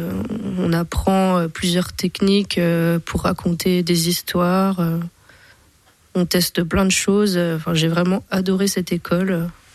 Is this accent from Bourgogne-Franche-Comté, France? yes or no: yes; Besançon, Bourgogne-Franche-Comté, France; je suis née à Besançon, donc bisontine à 100%.